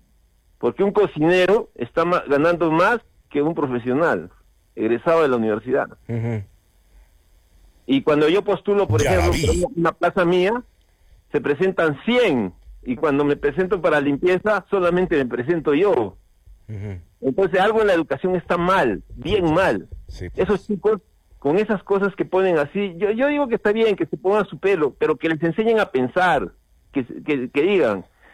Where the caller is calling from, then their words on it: Peru; de Pachacute.